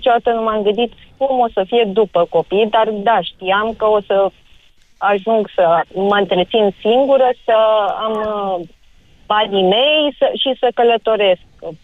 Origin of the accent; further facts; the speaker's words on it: Craiova, Dolj, Romania; born there; moved away as an adult; am plecat din Craiova la București la facultate